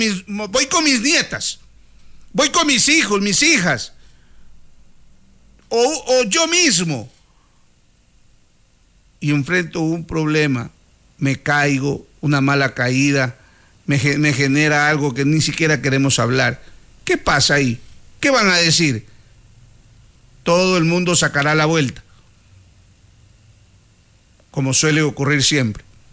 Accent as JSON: {"language": "Spanish", "town": "Zaruma", "region": "El Oro", "country": "Ecuador", "said": "oiga, soy de Zaruma, aquí no hay cuadras."}